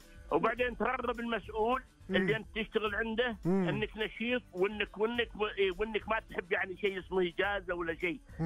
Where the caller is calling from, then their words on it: Riyadh, Riyadh Province, Saudi Arabia; من الرياض حي الرحمانية